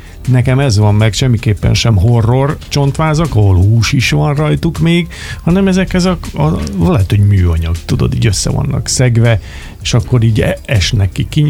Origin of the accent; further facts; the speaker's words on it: Hungary; amikor kinyitom a számot, és azt mondom, hogy én magyar vagyok.